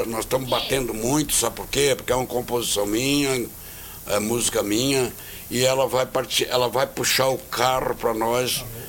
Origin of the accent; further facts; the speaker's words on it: Orleans, Santa Catarina, Brazil; also born or lived in Lauro Müller; minha terra querida, que é Orleans, falo na minha terra querida, que é Lauro Miller.